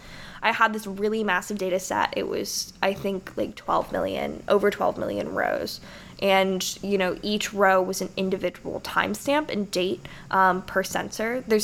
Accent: Los Angeles, California, United States; I'm from California. I'm actually from the city of Los Angeles

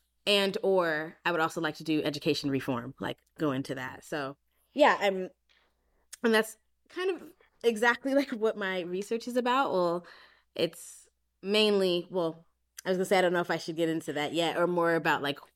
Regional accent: United States; accent: African American Vernacular English; I am a like a Black scholar in higher education, it's also important that my counterparts kind of see the dialect that not I just grew up

